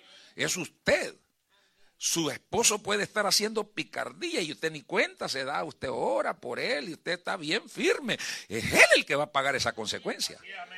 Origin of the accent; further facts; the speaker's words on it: El Salvador; accent: Salvadoran; digo yo en salvadoreño